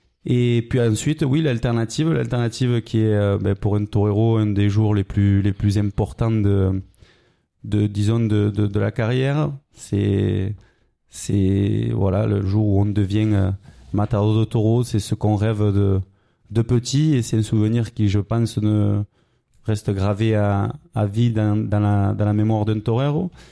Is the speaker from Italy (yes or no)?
no; Arles, Provence-Alpes-Côte d'Azur, France; born there; C'est ma ville, comme tu dis, je suis né à Arles, j'ai toute ma famille en Arles